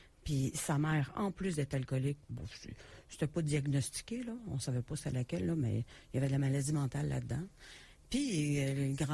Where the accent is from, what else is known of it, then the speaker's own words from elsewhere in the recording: Montreal, Quebec, Canada; Donc, moi, j'ai grandi à Montréal, Saint-Henri.